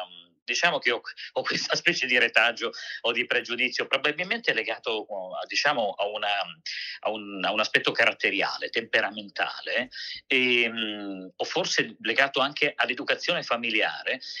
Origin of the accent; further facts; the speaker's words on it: Monfalcone, Friuli-Venezia Giulia, Italy; Monfalcone è la mia città natale, sono nato lì